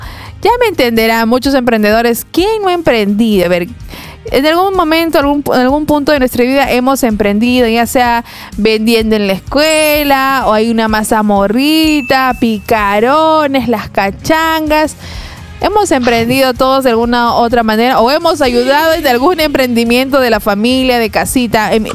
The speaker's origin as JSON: {"language": "Spanish", "country": "Peru", "tie": "born there", "said": "Hay cosas muy bonitas, de verdad, que hay que resaltar como peruanos y agradecer sobre todo al Señor por haber nacido en esta hermosa tierra."}